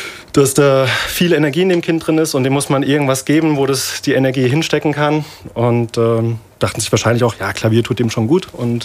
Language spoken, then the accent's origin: German; Birkenheide, Rhineland-Palatinate, Germany; In der Pfalz nennen wir das Kerbe. Und die gibt es bei uns in Birkenheit auch einmal im Jahr.